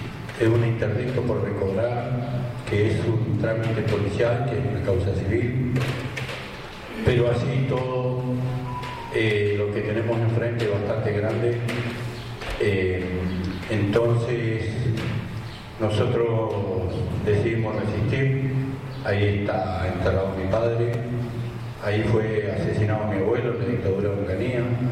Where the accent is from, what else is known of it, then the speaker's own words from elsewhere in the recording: Neuquén, Argentina; Mi lugar es Paso Coihue.